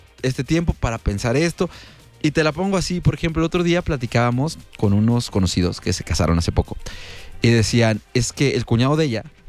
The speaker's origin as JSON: {"language": "Spanish", "country": "Mexico"}